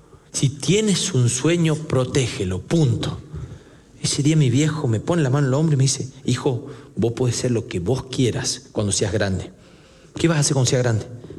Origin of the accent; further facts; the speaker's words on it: Famaillá, Tucumán, Argentina; nací el 11 de diciembre del año 1978 en San Miguel de Tucumán. Yo iba a nacer en mi pueblo natal en Famaillá